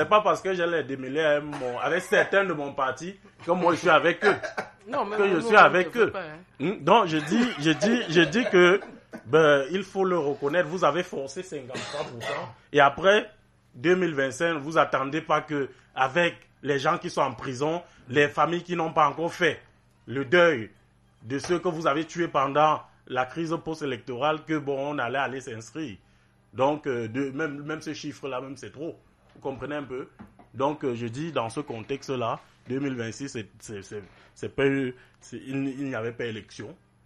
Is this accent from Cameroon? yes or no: yes; Cameroon; on est des Camerounais, c'est pas de la corruption.